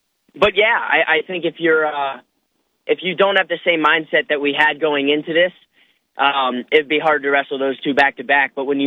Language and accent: English; Johnstown, Pennsylvania, United States; moved away; Brought a lot of people over from Pennsylvania, so shout out to my hometown in Johnstown.